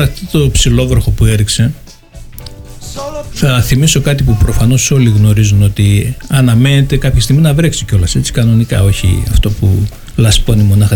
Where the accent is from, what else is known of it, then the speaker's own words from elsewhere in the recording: Aridaia, Central Macedonia, Greece; εγώ επειδή μεγάλωσα στην Αριδαία